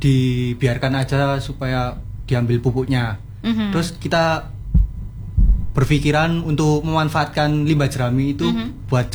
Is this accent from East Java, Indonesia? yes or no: yes; Malang, East Java, Indonesia; Iya, asli Malang.